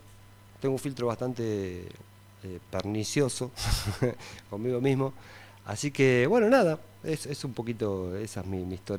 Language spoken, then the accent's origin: Spanish; Mar del Plata, Buenos Aires Province, Argentina; also born or lived in Comodoro Rivadavia; Vengo de... Bueno, nacido a cortito, nacido en Comodoro Rivadavia, Chubut. Y como a los 12 más o menos me fui con mis padres, mi madre va en realidad, a Mar del Plata, donde me radiqué ahí, ya nos quedamos ahí.